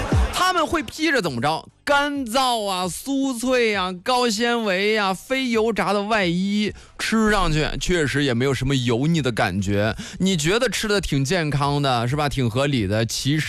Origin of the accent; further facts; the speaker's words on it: Nangong, Hebei, China; moved away; 我老家是邢台那一块的，就是邢台南宫的，我们也是碳水爱好者的天堂啊。